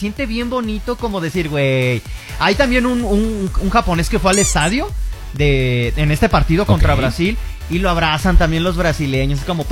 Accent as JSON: {"language": "Spanish", "country": "Mexico", "said": "Somos los mexicanos."}